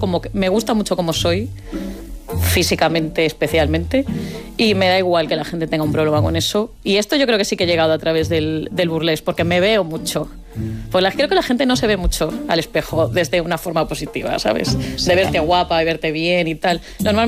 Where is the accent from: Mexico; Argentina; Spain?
Spain; Vigo, Galicia; yo soy de Vigo, cuando vuelvo a Vigo sí noto, pues, otra vez como que, y eso que Vigo es una ciudad gigante